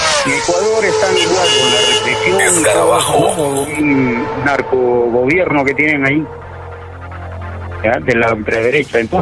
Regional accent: Arequipa, Peru

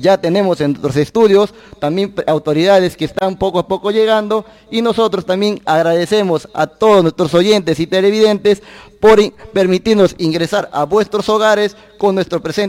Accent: Rioja, San Martín, Peru; Rioja, mi pueblo querido

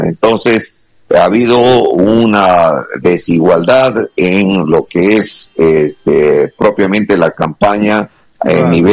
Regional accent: Amazonas, Peru; como peruanos, como amazoneses

